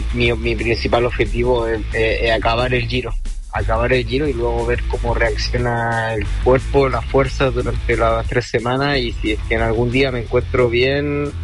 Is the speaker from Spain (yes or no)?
no; Chile; también es una responsabilidad ya para mí como chileno.